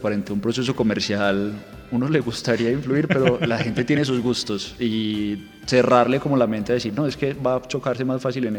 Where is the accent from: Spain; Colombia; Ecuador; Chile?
Colombia; Medellín, Antioquia; moved away; yo soy de Medellín